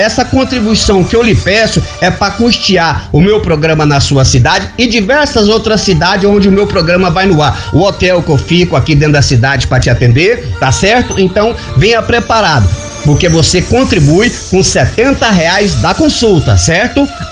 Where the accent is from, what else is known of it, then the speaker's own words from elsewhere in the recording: Northeast Region, Brazil; dá uma doença que na minha terra, na minha região, no Nordeste, a amigo, não me leve a mal. É verdade que no Nordeste nós chamamos de quebrante.